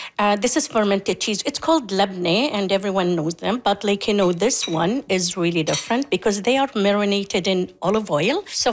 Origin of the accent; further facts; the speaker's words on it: Kuwait; moved away; That was back in my home country, Kuwait.